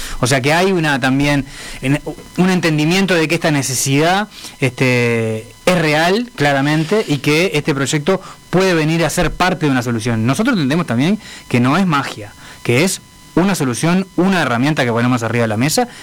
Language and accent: Spanish; Salto, Uruguay; yo soy salteño